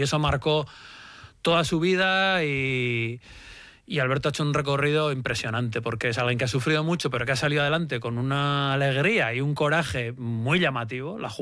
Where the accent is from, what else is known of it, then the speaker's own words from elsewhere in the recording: San Sebastián, Basque Country, Spain; yo soy de Donostiarra del 76, pero yo creo que los que fuimos niños en los 80... los niños vascos de los 80 todos nos decían